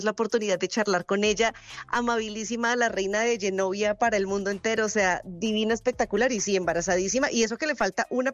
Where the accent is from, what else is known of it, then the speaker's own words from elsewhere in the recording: Bogotá, Colombia; estuve en Los Ángeles y estuve en Bogotá, pues en mi tierra